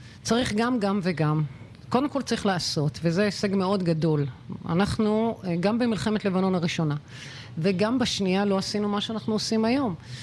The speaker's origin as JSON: {"language": "Hebrew", "area": "this valley", "region": "Northern District", "country": "Israel", "tie": "born or raised there", "said": "כולנו פה גדלנו כאן בעמק הזה"}